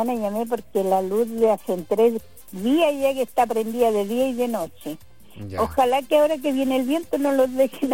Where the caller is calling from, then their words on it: Lota, Biobío, Chile; De aquí de Cousiño.